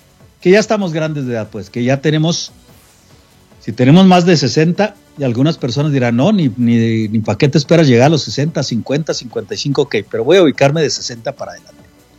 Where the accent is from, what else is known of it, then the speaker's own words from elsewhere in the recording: Mexico; moved away; Cuando, bueno, al momento que vine de México, todavía no llegaba el tiempo en que me tuviera que endeudar tanto como para andarme escondiendo del cobrador.